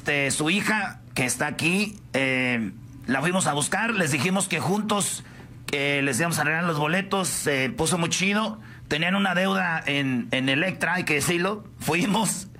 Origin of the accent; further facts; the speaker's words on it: Mexico; Señores, yo soy orgulloso de México, de los mexicanos.